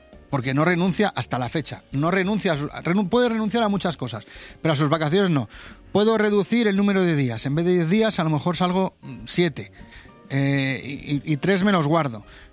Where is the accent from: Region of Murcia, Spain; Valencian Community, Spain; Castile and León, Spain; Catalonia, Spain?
Valencian Community, Spain; Benidorm; Yo, como he dicho, soy de Benidorm, nací en Benidorm, vivo en Benidorm, disfruto de Benidorm y amo y siento una pasión tremenda por mi ciudad